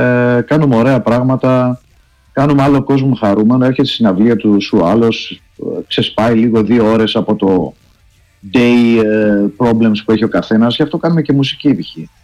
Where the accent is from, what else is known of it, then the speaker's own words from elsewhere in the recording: Greece; Γιατί είμαι Έλληνας